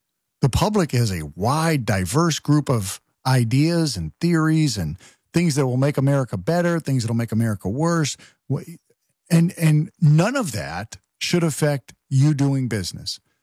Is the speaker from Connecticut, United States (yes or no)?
yes; Connecticut, United States; where I was born and raised in Connecticut, the commie corridor.